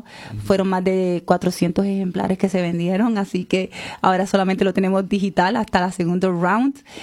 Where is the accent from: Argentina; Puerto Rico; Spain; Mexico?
Puerto Rico; Moca; born there; Yo soy de Moca, yo soy de Moca, para que tú lo sepas.